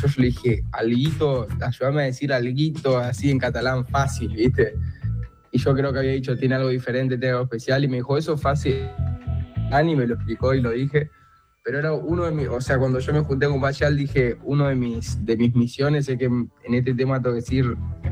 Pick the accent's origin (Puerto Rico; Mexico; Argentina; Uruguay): Argentina; esto lo digo sin pena, como argentino, Messi te hace ser bastante el Barça. Entonces me crié con los colores culé